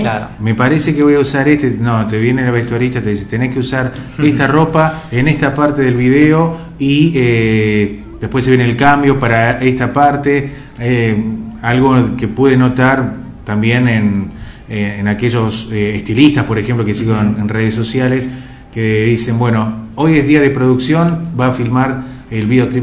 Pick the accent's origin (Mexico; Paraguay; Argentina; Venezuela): Argentina; General Roca, Río Negro; born there; yo particularmente nací en General Roca